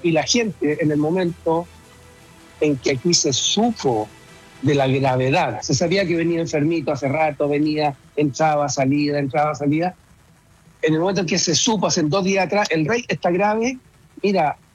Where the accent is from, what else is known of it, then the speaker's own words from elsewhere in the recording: Chile; now in Norway; Y yo no veo por dónde se pueda perder nuestro acento. Tampoco, no en absoluto. Sí. No, y estoy al día. Yo voy todos los años a Chile, tengo parte de mi familia allá, parte de mi familia acá, y todo sigue igual, y estoy al día con mi Chile lindo